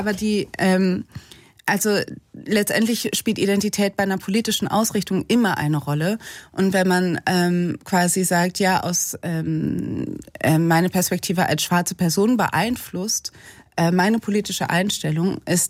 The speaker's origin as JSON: {"language": "German", "town": "Cologne", "region": "North Rhine-Westphalia", "country": "Germany", "said": "ich bin Kölnerin"}